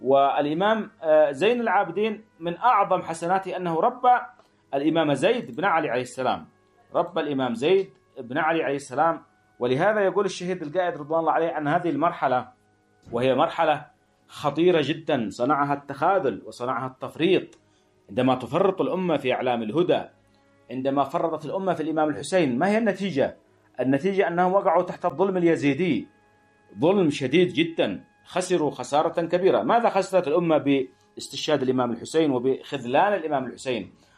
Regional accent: Yemen; عندما يعتقدون دم حلية دمائنا نحن كيمنيين

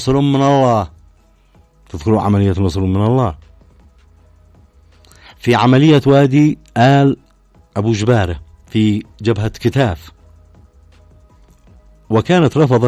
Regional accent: Yemen; بلادنا اليمن

